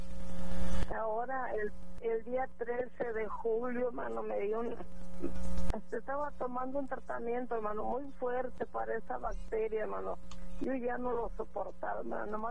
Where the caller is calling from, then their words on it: Guadalupe, Nuevo León, Mexico; De aquí de Guadalupe, Nuevo León